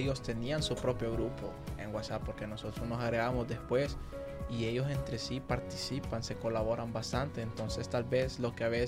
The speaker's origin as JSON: {"language": "Spanish", "country": "Honduras", "said": "como hondureño en el exterior."}